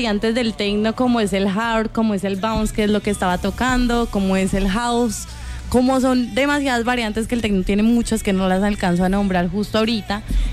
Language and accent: Spanish; Villavicencio, Meta, Colombia; moved away as an adult; now in Medellín, Colombia; No, pero me mudé este año hasta ahorita. Yo toda mi vida he vivido en Villavicencio.